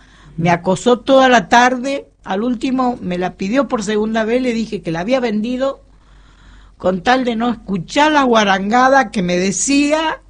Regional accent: Buenos Aires, Argentina; Yo vine de Buenos Aires.

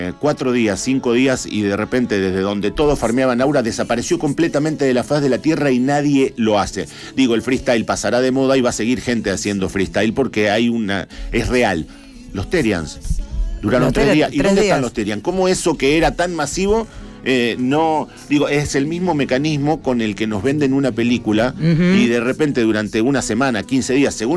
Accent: Argentina; yo soy argentino

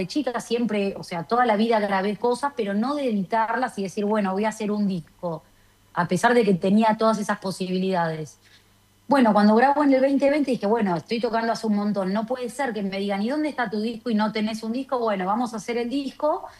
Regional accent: Argentina; born there; moved away as an adult; also born or lived in Mexico; Yo en realidad sí nací en Argentina y me fui con mi familia, con mi marido y mis hijos a vivir y estuvimos casi 4 años por temas laborales de mi esposo

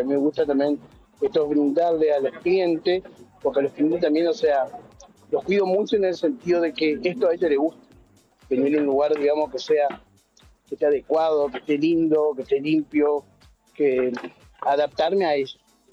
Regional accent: Monte Caseros, Corrientes, Argentina; moved away as an adult; now in Paraná, Argentina; Yo soy de Corriente, hace 18 años estoy acá en Paraná.

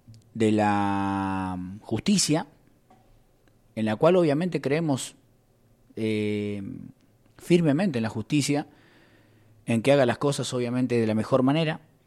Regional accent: Sierra Colorada, Río Negro, Argentina; Tanto que me canso de hablar de mi pueblo, mi querido Sierra Colorada y qué sé yo cuántas cosas más

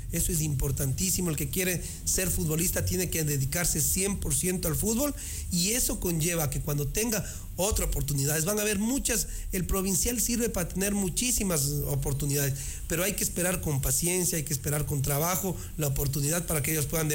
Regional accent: Baños de Agua Santa, Tungurahua, Ecuador; somos gente de Baños

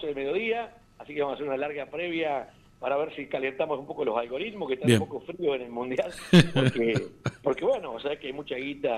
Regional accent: Córdoba, Argentina; No soy el cordobés termo que está todo el día puteando a los porteños, sino que al contrario.

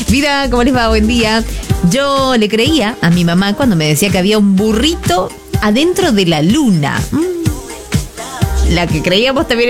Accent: Totoras, Santa Fe, Argentina

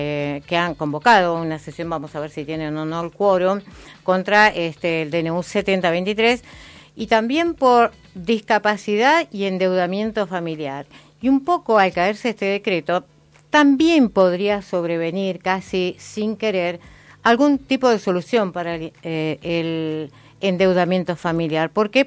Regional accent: Argentina; Somos nosotros, los argentinos

